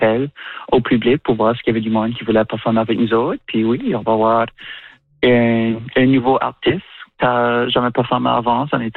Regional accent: New Brunswick, Canada; now in Prince Edward Island, Canada; Moi, originalement, je viens du Nouveau-Brunswick

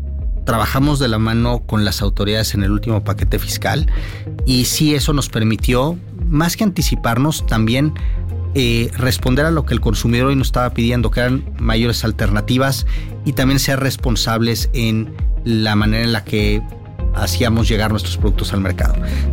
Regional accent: Mexico

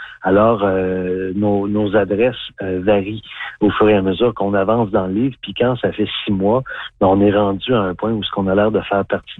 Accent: Sainte-Anne-des-Monts, Quebec, Canada; moi, je viens de la Gaspésie, OK, Saint-Anne-des-Monts pour être plus précis

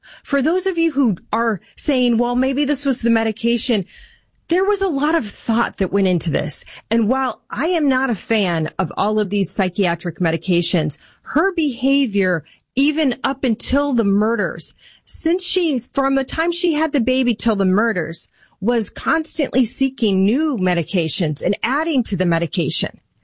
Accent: Michigan, United States; Michigan congressional candidate Michael Bouchard joins us on the political fight happening in my home state of Michigan.

